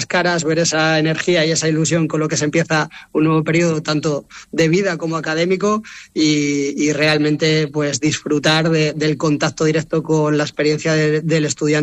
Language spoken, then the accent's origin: Spanish; Asturias, Spain; Gran parte del equipo presidencial y que rige la universidad somos asturianos